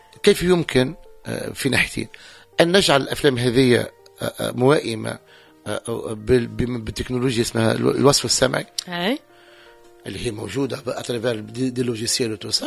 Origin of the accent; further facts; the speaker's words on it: Tunisia; شوف ديما نسأل روحي علاش ما يكونش عندنا في تونس